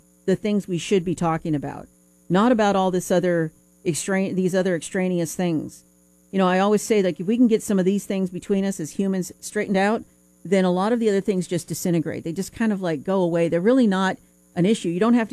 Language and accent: English; United States; I love being an American.